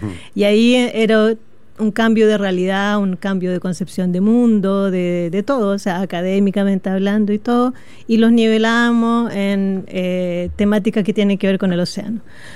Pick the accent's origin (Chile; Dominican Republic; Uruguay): Chile; Somos un país de Valle Central